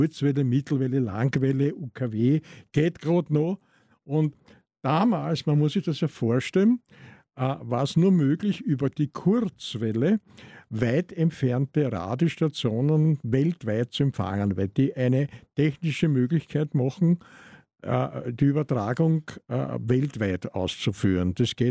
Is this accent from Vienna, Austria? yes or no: yes; Vienna, Austria; Ich komme ja aus Wien.